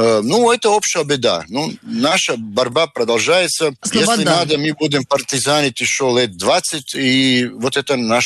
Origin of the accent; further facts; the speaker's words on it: Serbia; now in Moscow, Russia; мы из Сербии приехали в Москву, ищем здесь поддержку какую-то для наших медиа патриотических, для нашего движения туда-сюда.